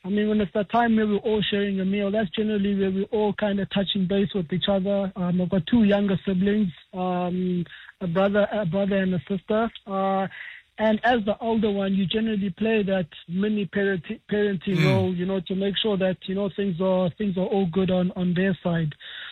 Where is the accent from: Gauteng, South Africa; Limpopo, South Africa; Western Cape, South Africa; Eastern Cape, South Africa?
Western Cape, South Africa; Cape Town; as much as I grew up in Langa, I got the opportunity to go to a Cirque, to go to a St. David's later on.